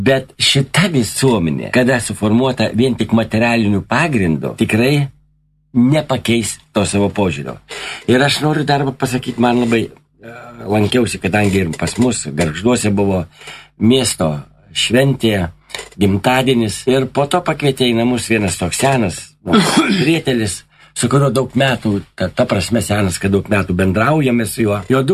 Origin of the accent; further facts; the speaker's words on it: Vilnius, Vilnius County, Lithuania; Ir aš va kartais jaunimas lyg tai nenori pasakyti, kad iš yra iš provincijos, aš vilnietis.